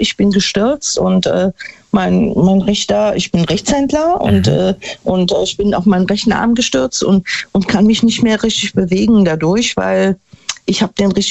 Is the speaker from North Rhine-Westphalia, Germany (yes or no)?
yes; Neunkirchen-Seelscheid, North Rhine-Westphalia, Germany; ich bin aus Neunkirchen-Silscheid